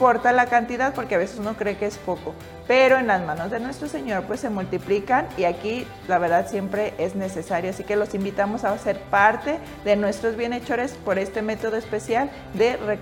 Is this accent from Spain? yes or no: no; Guadalajara, Jalisco, Mexico; soy de aquí de Guadalajara